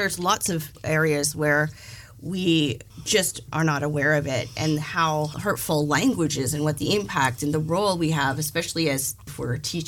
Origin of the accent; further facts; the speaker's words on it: Canada; I have a life of privilege as a Canadian and living in a white body.